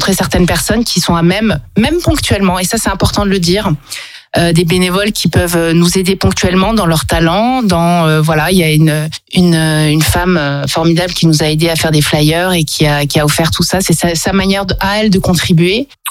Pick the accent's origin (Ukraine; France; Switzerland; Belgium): France; Paris, Île-de-France; moved away as an adult; now in Montpellier, France; puisque je suis parisienne.